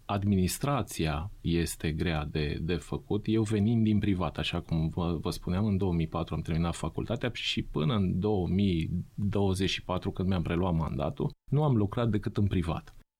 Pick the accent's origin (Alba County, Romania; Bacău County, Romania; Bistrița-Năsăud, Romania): Alba County, Romania; Aiud; moved away as an adult; also born or lived in Petroșani; Din 2010, fiind aiudean, născut, crescut în Aiud, din 2010 m-am întors și am ales să-mi duc fetițele la școală, la școli în Aiud, să am o mică afacere în Aiud și să trăiesc în Aiud.